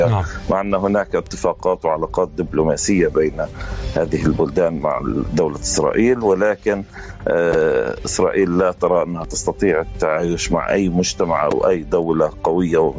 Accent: Palestine; عندنا في فلسطين

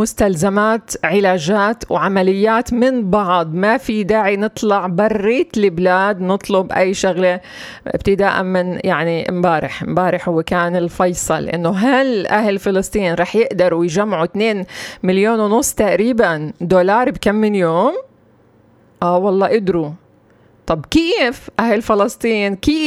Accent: Palestine; بالنسبة لنا كفلسطينيين.

